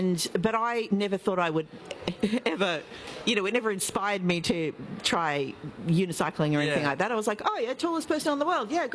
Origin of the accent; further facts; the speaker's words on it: Sydney, New South Wales, Australia; born there; I was born in Sydney and was a relatively late addition to the Sunshine State.